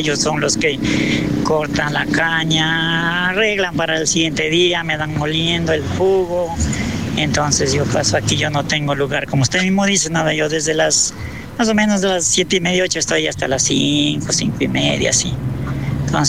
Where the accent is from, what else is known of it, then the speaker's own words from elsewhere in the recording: Montalvo, Los Ríos, Ecuador; also born or lived in Dureno, Sucumbíos; now in Lago Agrio area, Ecuador; Yo vengo de la provincia de Los Ríos, de Playas de Montalvo. Llegamos aquí en 1979, 6 de diciembre de 1979 llegamos acá al oriente, donde había apenas tres casas